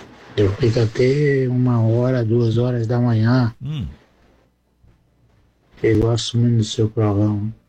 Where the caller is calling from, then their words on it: Bela Vista de Goiás, Goiás, Brazil; tô falando aqui de Goiânia, Bela Vista de Goiânia.